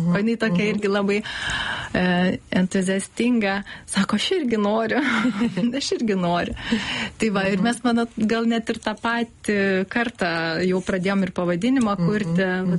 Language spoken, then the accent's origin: Lithuanian; Panevėžys, Panevėžys County, Lithuania; Taip, aš iš Panevėžio.